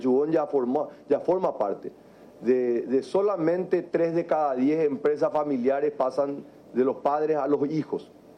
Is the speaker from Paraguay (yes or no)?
yes; Paraguay; el Paraguay y los paraguayos tenemos un enorme potencial.